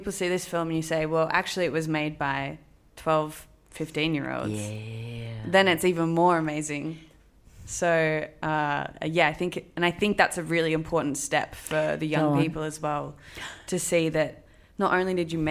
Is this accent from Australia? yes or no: yes; New South Wales, Australia; And Kalani and I both grew up in the Blue Mountains and...